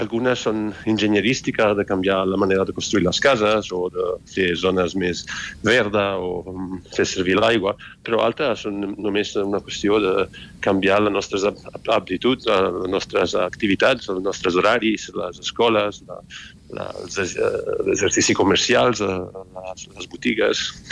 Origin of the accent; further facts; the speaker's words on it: Italy; Potser jo soc italià i tot el sud d'Europa normalment té aquesta mala fama en la capacitat de gestionar o d'organitzar-se.